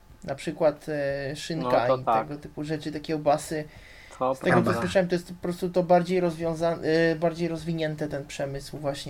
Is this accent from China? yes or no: no; Czechia